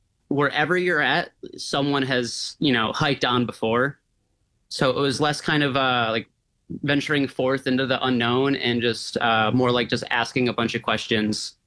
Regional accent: Alaska, United States; I was born in Alaska. I'm from Alaska, but my family moved around a lot.

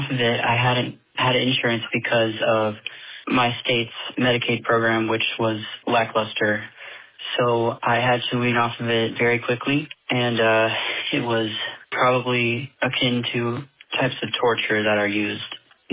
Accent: Florida, United States; I'm from the Panhandle in Florida.

